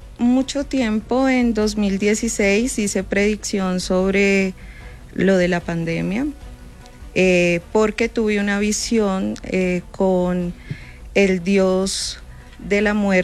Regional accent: Casanare, Colombia; Soy oriunda de Casanare, Llanera.

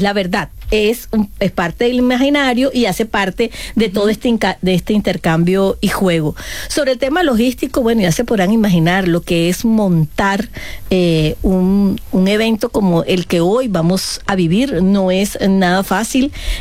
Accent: Barranquilla, Atlántico, Colombia; A ver, los barranquilleros nos damos el lujo de nacer en cualquier lugar del mundo

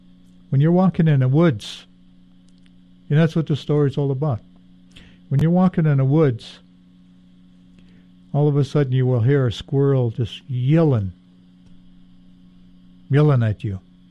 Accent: Hoonah, Alaska, United States; also born or lived in Juneau, Alaska / Icy Strait / Excursion Inlet; I was born in Juneau, Alaska, and raised in Hoonah pretty much in my school days.

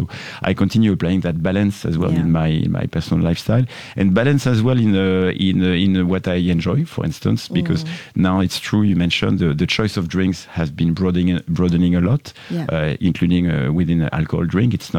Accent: France; accent: French; English is a second language; as you gathered from my accent already, I'm French, so I have a particular touch for champagne.

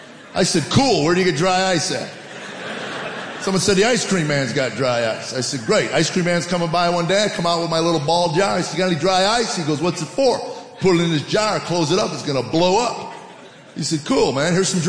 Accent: United States; I grew up in America before the lawyers took it over.

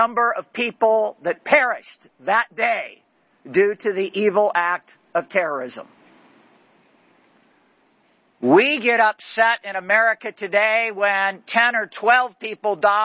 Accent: South Bend, Indiana, United States; a former member of Congress from my hometown of South Bend, Indiana

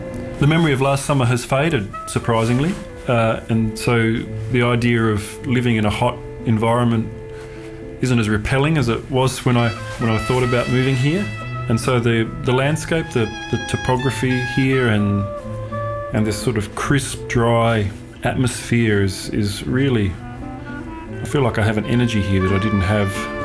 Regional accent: Launceston, Tasmania, Australia; now in Alice Springs, Australia; I was born in Launceston in Tasmania, and that was the only place I've lived until I moved to Alice Springs, or to Yindamu more specifically, and then Alice Springs. So Tasmania to Alice Springs via Yindamu.

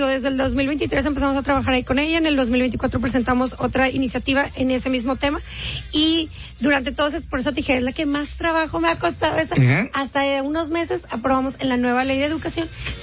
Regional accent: Monterrey, Nuevo León, Mexico; pero yo soy de Monterrey. Tengo años siendo aquí de Monterrey, soy regia.

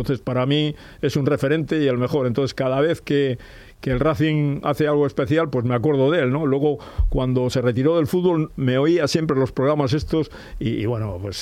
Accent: Santander, Cantabria, Spain; Marzo del 53 en General Dávila, cerca del campo del regimiento, que entonces era el regimiento ABQ, y cerca también del Hospital Santa Clotilde.

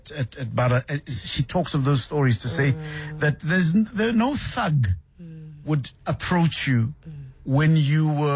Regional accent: Mamelodi, Gauteng, South Africa; See, I'm from Mami Lodi.

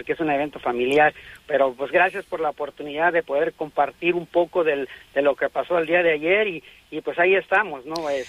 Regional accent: Oaxaca, Mexico; De promover la cultura, de sentirnos muy orgullosos como oaxaqueños

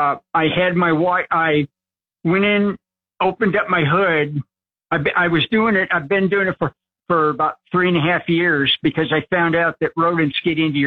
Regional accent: California, United States; I'm from California all my life. I never had the problem, but living in the desert, beautiful area. High desert

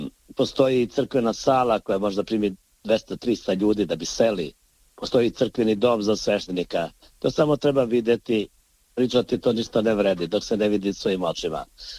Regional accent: Podgorica, Montenegro; Kao, na primjer, kod nas u Podgorici postoji manastir Dajbabe, to je periferija grada.

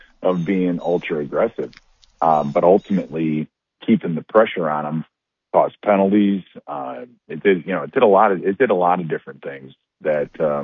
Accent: Chicago, Illinois, United States; moved away as an adult; It's growing up in Chicago and then getting drafted and moving up here.

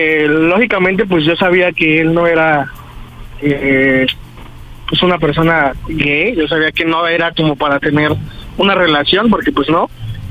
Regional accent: Ixtapaluca, State of Mexico, Mexico; Hola, soy de Ixtapaluca, en el Estado de México, y tengo 26 años.

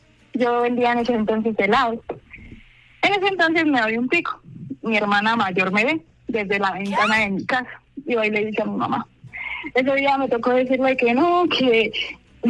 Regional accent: Duitama, Boyacá, Colombia; yo soy de Duitama, Boyacá.

